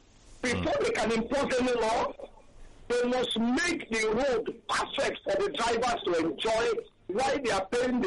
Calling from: Nigeria; I'm calling from Ojoko.

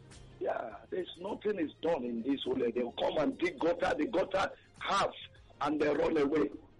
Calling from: Ojo, Lagos, Nigeria; I'm calling from Ojo.

